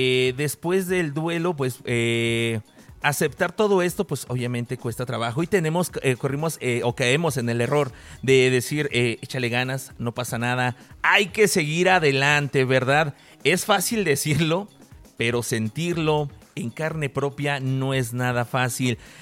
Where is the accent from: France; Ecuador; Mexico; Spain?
Mexico; Por usos y costumbres, bueno, pues ya lo traemos arraigados como mexicanos